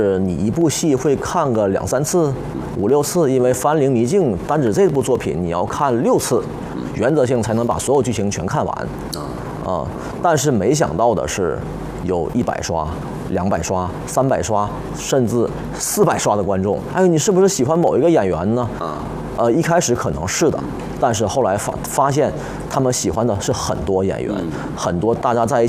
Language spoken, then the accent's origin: Chinese; Northeast China, China; 因为我是东北人。